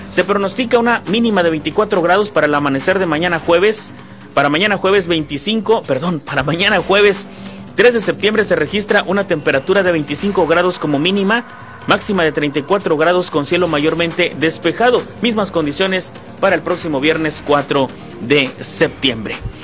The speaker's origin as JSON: {"language": "Spanish", "country": "Mexico", "said": "nos recuerdan pues que somos mexicanos"}